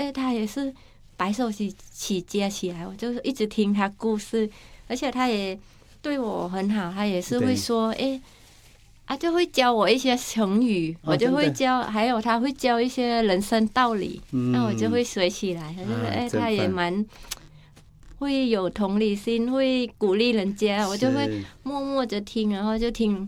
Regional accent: Thailand; Chinese is a second language; now in Taiwan; 就是因为我公公他也了解我是从泰国过来

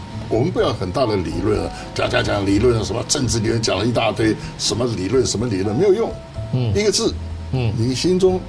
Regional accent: China; 对啊，我们中国人叫以民为本吧？

